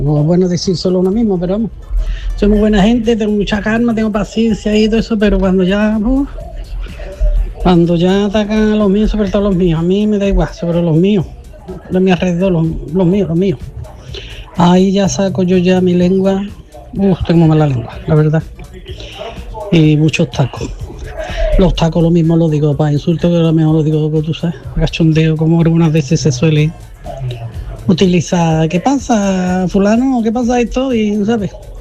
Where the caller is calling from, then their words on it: Seville, Andalusia, Spain; Buenas tardes … de Sevilla.